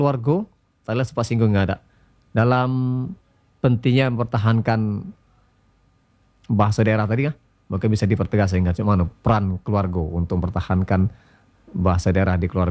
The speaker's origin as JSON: {"language": "Indonesian", "town": "Kaur", "region": "Bengkulu", "country": "Indonesia", "said": "di dusun kami Kaur kan anak SD tuh nggak ada aduh pakai bahasa Indonesia nggak di sekolah tuh, nyu pakai bahasa Kaur terus."}